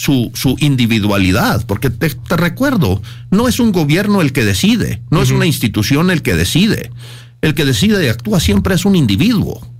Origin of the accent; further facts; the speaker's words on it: Chihuahua, Mexico; born there; Sí, pero yo nací en Chihuahua y pues realmente me considero un mexicano.